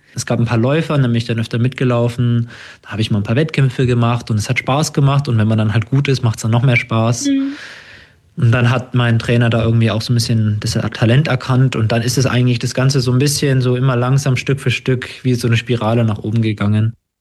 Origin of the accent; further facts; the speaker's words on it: Kolmberg, Bavaria, Germany; Laufkarriere hat bei meinem Heimatverein in Lottershausen begonnen. Es ist ein ganz kleiner Verein in meiner Heimat. Also ich komme aus Kolmberg und der Verein daneben, der TVL Lottershausen, der hat mich 2011 aufgenommen